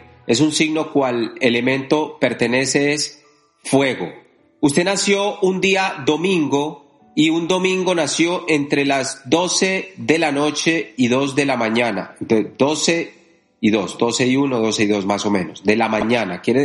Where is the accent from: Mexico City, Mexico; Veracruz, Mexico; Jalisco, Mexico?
Veracruz, Mexico; Catemaco; de Catemaco, Veracruz, soy el curandero que usa el rezo, la oración y la imposición de manos